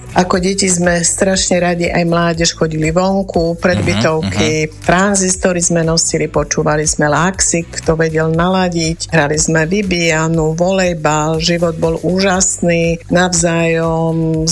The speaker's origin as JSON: {"language": "Slovak", "town": "Kežmarok", "region": "Prešov Region", "country": "Slovakia", "tie": "born or raised there", "said": "vyrastala som v Kežmarku, bolo to nádherné, krásne detstvo"}